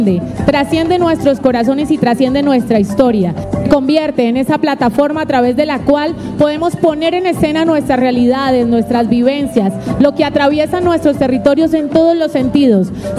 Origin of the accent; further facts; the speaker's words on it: Santander de Quilichao, Cauca, Colombia; Santander de Quilichao, mi tierra, Rosy.